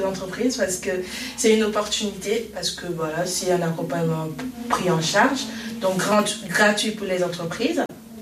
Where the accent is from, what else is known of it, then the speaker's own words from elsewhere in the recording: Centre-Val de Loire, France; je suis de l'Eure-et-Loire, plutôt à Vauves, mais je travaille à Chartres.